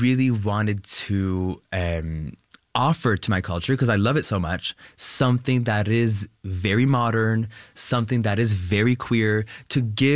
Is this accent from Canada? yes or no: yes; Acadia, Canada; As soon as I walk around and I say I'm French Canadian, we assume automatically that I'm from Quebec.